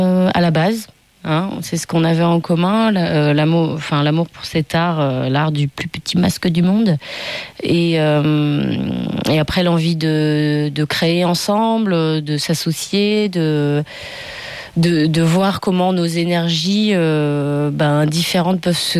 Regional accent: the north of France, France; moved away as an adult; also born or lived in Belgium / Brittany; now in Aveyron, France; je suis restée 10 ans en Belgique au final, parce que je viens du nord de la France. Et donc je suis restée 10 ans en Belgique.

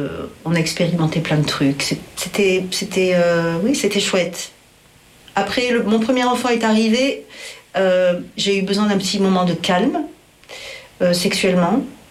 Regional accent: Paris, Île-de-France, France; born there; Donc je me traîne ce déracinement. Moi, je suis née à Paris.

